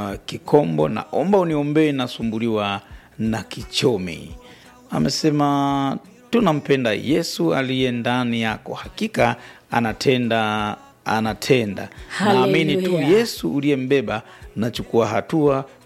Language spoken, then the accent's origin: Swahili; Mafinga, Iringa, Tanzania; natokea Mafinga.